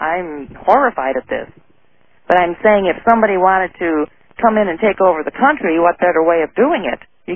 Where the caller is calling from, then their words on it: Illinois, United States; I'm calling from Illinois